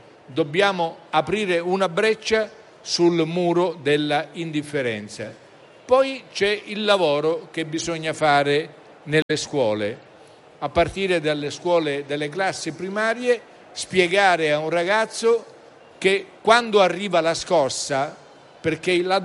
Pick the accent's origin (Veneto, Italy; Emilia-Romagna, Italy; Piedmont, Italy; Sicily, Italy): Sicily, Italy; Io sono siciliano, come sapete, quando ho tempo mi dedico alla storia della mia regione